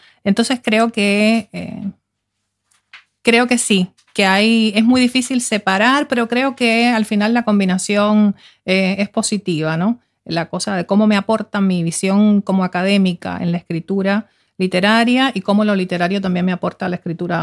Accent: Cuba; now in Norway; soy la primera cubana que escribe desde Noruega sobre Cuba.

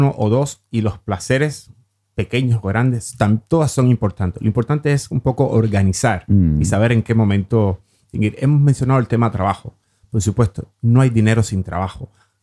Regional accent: Cuba; moved away as an adult; now in Norway; llego acá como inmigrante, que he tenido que desdoblarme en otros oficios que inicialmente no estaban en mi campo visual en Cuba

